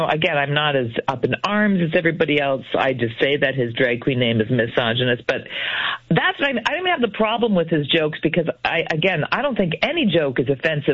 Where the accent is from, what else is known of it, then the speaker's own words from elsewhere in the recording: Sault Ste. Marie, Ontario, Canada; also born or lived in Guelph; I mean, I grew up in Sault Ste. Marie and Guelph, who I think have the two highest Italian populations after Rome and Woodbridge.